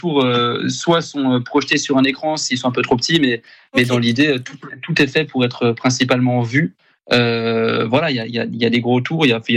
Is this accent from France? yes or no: yes; Grand Est, France; Je suis français, je suis alsacien. Et le fait d'avoir été exposé autant en Belgique, l'intégralité de la France pense que je suis belge. Mais je suis français, je suis alsacien